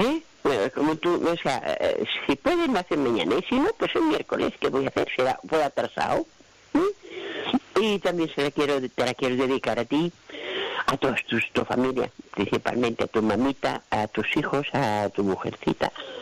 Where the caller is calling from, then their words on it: Palma, Balearic Islands, Spain; de Palma.